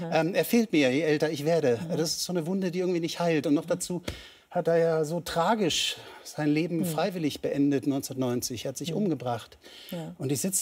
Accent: East Germany, Germany; born there; Ich war Italiener in der DDR.

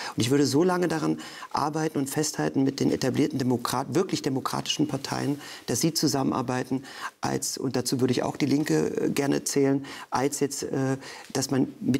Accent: Magdeburg, Saxony-Anhalt, Germany; in einem Plattenbau groß geworden bin in Olvenstedt.

